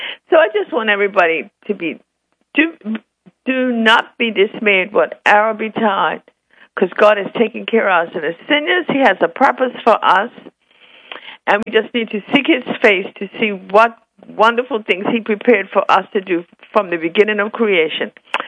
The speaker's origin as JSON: {"language": "English", "town": "St. George", "region": "St. George's", "country": "Bermuda", "said": "Oh, so I'm from St. George."}